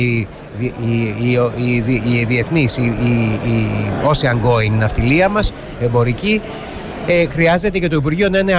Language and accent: Greek; Greece; το οποίο είναι το πρώτο που με ενδιαφέρει σαν Έλληνας.